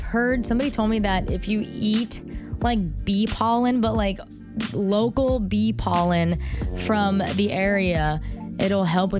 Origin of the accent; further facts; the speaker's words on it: California, United States; moved away; I come from California and it's 80 degrees over there right now.